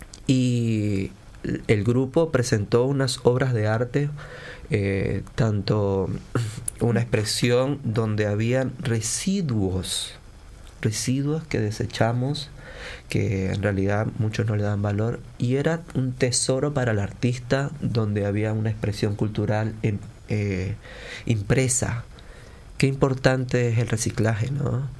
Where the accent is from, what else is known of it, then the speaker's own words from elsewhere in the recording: Venezuela; now in Uruguay; yo soy oriundo de Venezuela, pero soy ciudadano legal uruguayo, con credencial cívica.